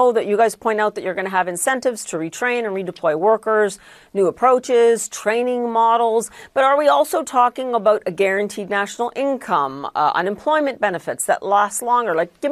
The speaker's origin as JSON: {"language": "English", "country": "Canada", "said": "I am Canadian"}